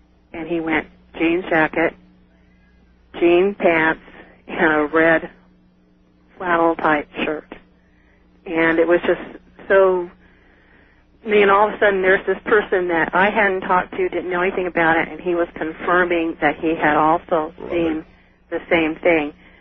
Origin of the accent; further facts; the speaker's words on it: Salinas, California, United States; moved away; Well, I moved from Salinas about 5 years ago.